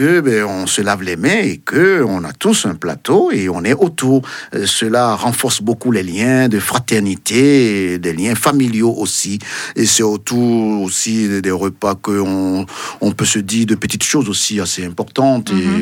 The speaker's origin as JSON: {"language": "French", "country": "Benin", "said": "Ah oui, chez nous au Bénin, dans notre culture, les repas, on ne partage pas le pain avec n'importe qui."}